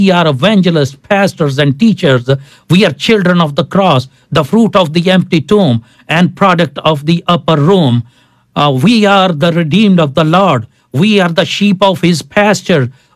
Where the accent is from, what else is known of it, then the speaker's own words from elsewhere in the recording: Pakistan; You know, I came from Pakistan, and we are used to this type of conversation